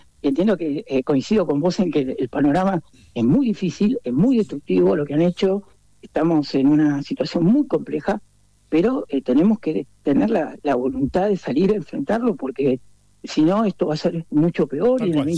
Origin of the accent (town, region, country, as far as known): Argentina